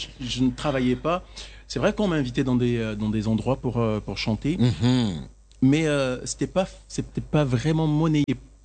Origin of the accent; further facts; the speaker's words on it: Man, Montagnes, Côte d’Ivoire; moved away as an adult; now in France; Je viens de Mans. Mon père et ma mère sont Yakuba. Et donc je suis Yakuba.